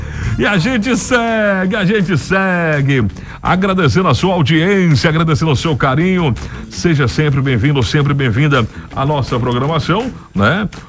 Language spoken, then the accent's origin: Portuguese; Gurupi, Tocantins, Brazil; pra Gurupi, a minha cidade natal, né? Eu sou um tocantinense, sou de Gurupi. Ah, isso, né? Quando eu nasci, lógico, era Goiás. Aí depois virou Tocantins. Então eu sou goiatins.